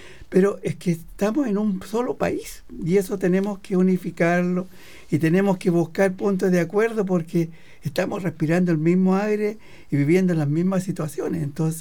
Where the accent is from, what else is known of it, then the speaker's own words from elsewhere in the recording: Chile; porque somos chilenos, somos hermanos todos